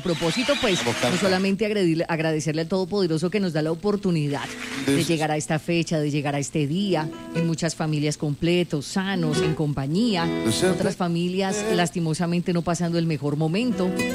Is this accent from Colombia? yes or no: yes; Colombia